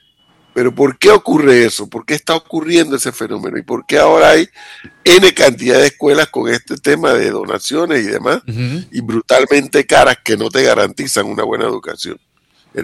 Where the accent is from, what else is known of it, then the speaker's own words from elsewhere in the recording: Panama; como un panameño más de miembro de esta sociedad